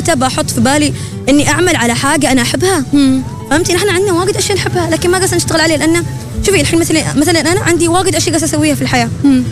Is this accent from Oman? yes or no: yes; Oman; قال لي أنت من وين قلت له من عمان